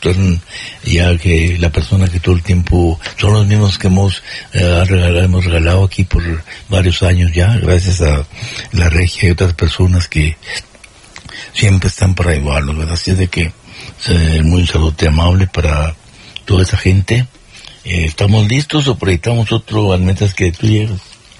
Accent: Texas, United States; Perrington, Texas, mi pueblo querido

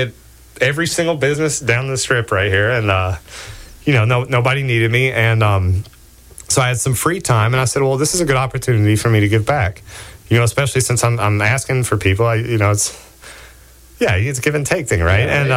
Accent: Johnson City, Tennessee, United States; I'm an Episcopalian from Johnson City, Tennessee, so I had to go to the bathroom.

